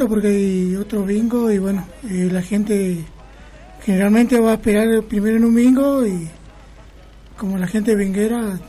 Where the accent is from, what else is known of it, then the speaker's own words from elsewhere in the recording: Junín de los Andes, Neuquén, Argentina; somos tres bailarines de acá de Junín.